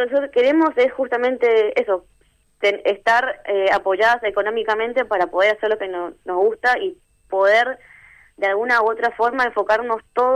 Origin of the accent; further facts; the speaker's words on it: Corrientes, Argentina; Yo soy como, fui con el equipo de Buenos Aires, pero claro. soy correntina.